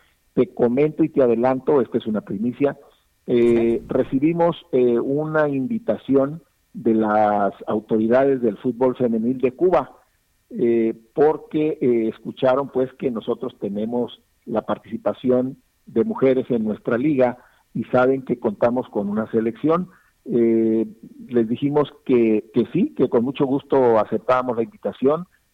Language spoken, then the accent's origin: Spanish; Nayarit, Mexico; Eso pues en lo personal me llena de orgullo, porque yo soy de aquí de Nayarit.